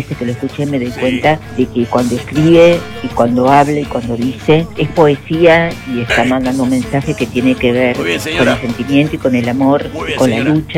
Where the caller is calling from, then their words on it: Garín, Buenos Aires Province, Argentina; de Garín.